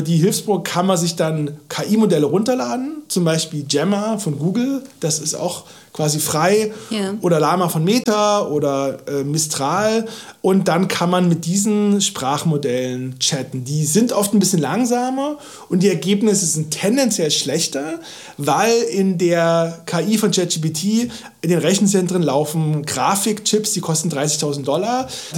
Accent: Halle, Saxony-Anhalt, Germany; born or raised there; moved away as an adult; now in Berlin, Germany

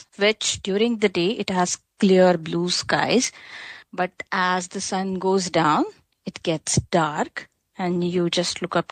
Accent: Mumbai, Maharashtra, India; born or raised there

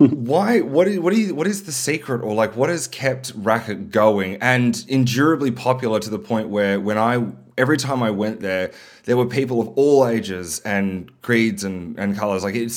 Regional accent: Sydney, New South Wales, Australia; It's definitely something that I've grown in growing up in Sydney's culture in the 2010s.

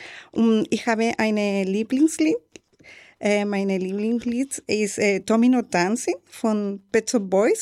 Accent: Chile; German is a second language; now in Eisenach, Germany; Ich komme aus Chile. Seit 2 Jahren ich wohne hier in Deutschland, in Eisenach.

